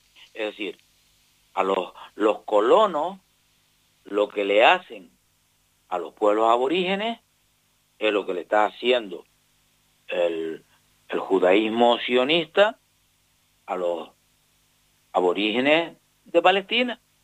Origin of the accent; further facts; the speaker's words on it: Canary Islands, Spain; nuestro origen y nuestra entrada como pueblo canario